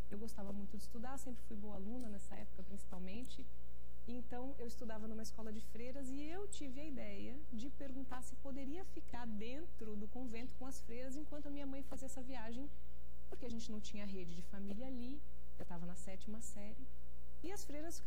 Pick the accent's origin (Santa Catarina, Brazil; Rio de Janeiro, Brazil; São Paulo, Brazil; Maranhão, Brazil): Santa Catarina, Brazil; Florianópolis; born there; also born or lived in Ijuí, Rio Grande do Sul, Brazil; eu saí da cidade onde eu nasci com a minha mãe, fui morar em Floripa. Eu nasci em Ijuí, eu passei minha adolescência em Florianópolis